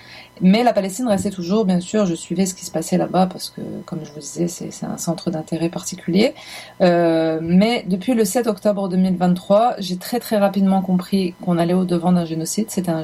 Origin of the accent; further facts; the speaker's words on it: Algeria; j'ai grandi en Algérie. Je suis née et j'ai grandi en Algérie, dans l'Algérie postcoloniale.